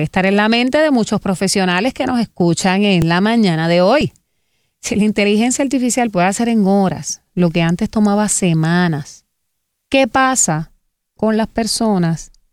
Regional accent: Puerto Rico

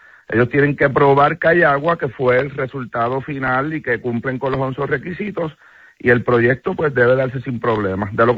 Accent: Cabo Rojo, Puerto Rico; also born or lived in Mayagüez; Nací en el hospital de Mayagüez y tan pronto le dieron de alta a mi mamá, pues regresé a Cabo Rojo.

